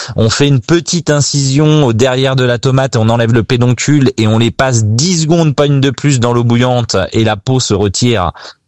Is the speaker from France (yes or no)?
yes; Normandy, France; parce que je suis normand et que j'adore l'acidité.